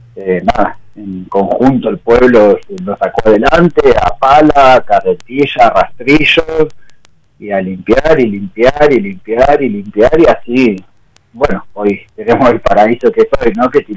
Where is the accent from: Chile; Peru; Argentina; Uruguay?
Argentina; Río Gallegos, Santa Cruz; moved away as an adult; now in Los Antiguos, Argentina; viviendo acá en la localidad ya hace unos 4 años, 3 años para 4. Yo soy oriundo de Río Gallegos.